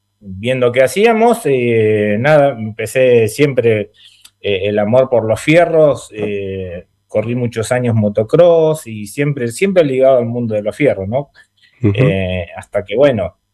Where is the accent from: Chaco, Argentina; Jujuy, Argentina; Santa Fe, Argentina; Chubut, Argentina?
Chaco, Argentina; now in Ushuaia, Argentina; yo soy chaqueño.